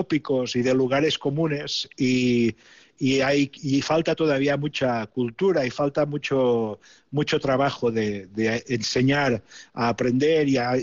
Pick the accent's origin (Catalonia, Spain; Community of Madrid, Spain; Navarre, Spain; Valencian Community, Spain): Catalonia, Spain; born there; que en realidad ya habían nacido casi todos en mi pueblo